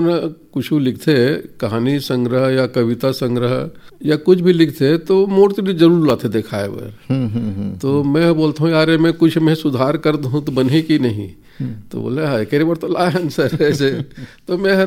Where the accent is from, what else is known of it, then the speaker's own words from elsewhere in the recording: Chhattisgarh, India; देखो जी हम छत्तीसगढ़िया आदमी और छत्तीसगढ़ी में लिंग के बड़ा प्रॉब्लम होते